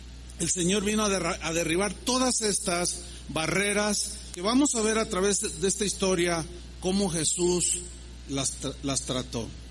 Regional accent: Mexico; Los mexicanos tenemos una cultura

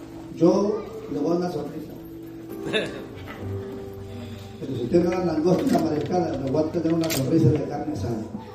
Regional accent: El Salvador; moved away

